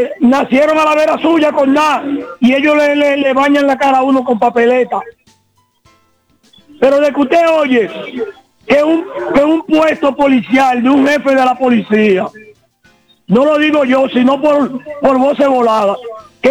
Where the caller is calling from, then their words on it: Baní, Peravia, Dominican Republic; Aquí somos de aquí de Baní